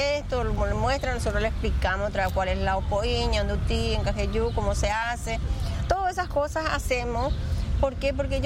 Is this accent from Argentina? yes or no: no; Yataity, Guairá, Paraguay; Yo inclusive tengo las mantillas de la Opoí auténtico porque es de mi pueblo, de Yataití.